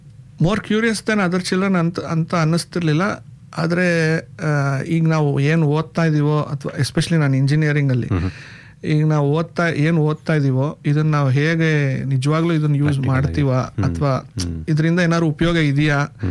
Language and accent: Kannada; Tumakuru, Karnataka, India; also born or lived in Bengaluru; ನಾನು ಮೂಲತಃ ಬೆಂಗಳೂರಲ್ಲಿ ಹುಟ್ಟಿದ್ದು, ಆಮೇಲೆ ನನ್ನ ಓದು ಮತ್ತು ನನ್ನ ಬೆಳವಣಿಗೆ ಎಲ್ಲ ತುಮಕೂರಲ್ಲಿ ನಡೀತು.